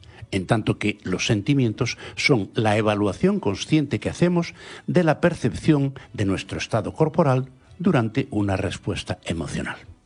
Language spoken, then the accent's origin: Spanish; Galicia, Spain; first language Galician; Spanish is a second language; mi lengua materna, el gallego